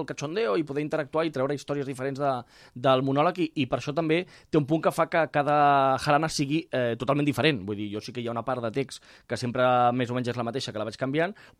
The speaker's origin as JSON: {"language": "Catalan", "town": "Cunit", "region": "Catalonia", "country": "Spain", "said": "quan vaig a poble, hòstia, sí, sóc de Cunit"}